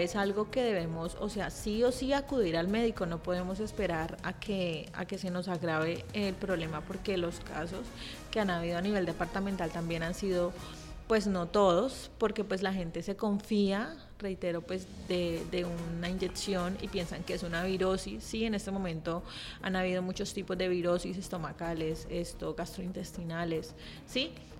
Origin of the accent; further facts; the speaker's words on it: Rivera, Huila, Colombia; yo soy de Rivera